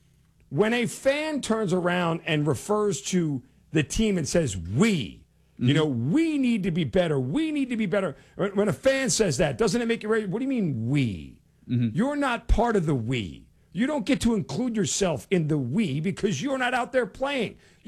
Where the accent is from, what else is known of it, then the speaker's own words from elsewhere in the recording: New York City, New York, United States; a New Yorker, a native New Yorker